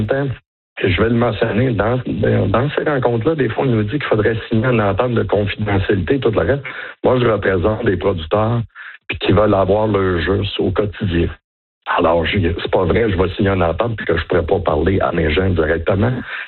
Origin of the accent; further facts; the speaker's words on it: Quebec, Canada; Moi, je suis un Québécois canadien.